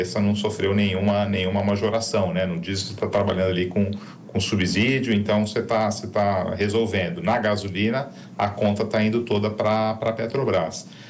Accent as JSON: {"language": "Portuguese", "country": "Brazil"}